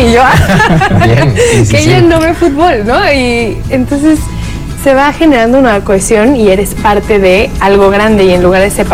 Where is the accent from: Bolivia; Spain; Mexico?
Mexico; de repente todos somos mexicanos.